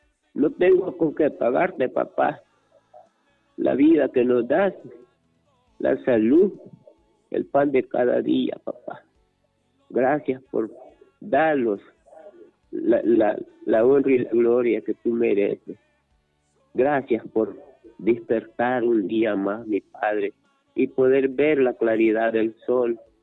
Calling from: Choluteca, Honduras; Le llamamos de Choluteca, Barrio La Ceiba

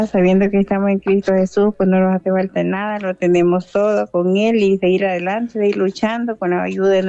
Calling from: Tegucigalpa, Francisco Morazán, Honduras; Aquí le llamo de la Colonia Brisa de Oriente.

